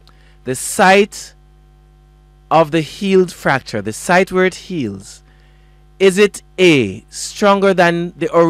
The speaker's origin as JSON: {"language": "English", "country": "Jamaica", "said": "that's what we are now in Jamaica."}